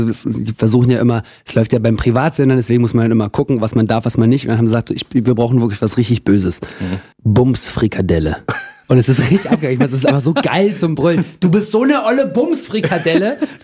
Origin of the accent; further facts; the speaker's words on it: Berlin, Germany; Und dann bin ich in Berlin aufgewachsen, bis ich 12 war. Dann ging es immer nach Marzahn und dann ging es aber nach Te